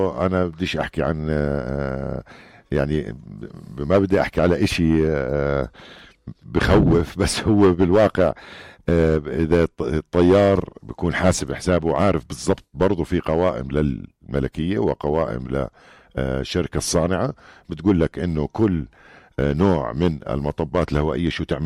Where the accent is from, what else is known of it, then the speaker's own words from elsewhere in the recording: Jordan; هون عندنا بالاردن